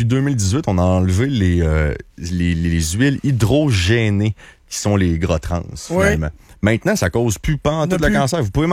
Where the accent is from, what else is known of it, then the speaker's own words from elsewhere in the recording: Quebec, Canada; Fidèle à nos habitudes en tant que Québécois et Canadiens.